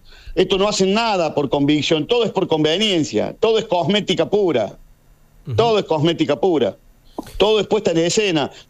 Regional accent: Argentina; sabemos cómo somos los argentinos.

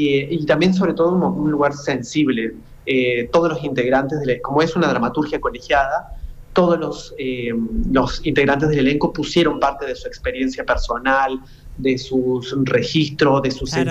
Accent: Argentina; Como sociedad argentina, es saber que nuestras raíces son como unas raíces un poco multiraciales, pluriculturales

